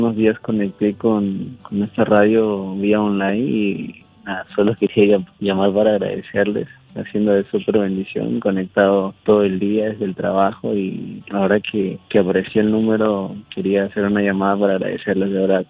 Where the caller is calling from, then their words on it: Peru; Le hablo desde Perú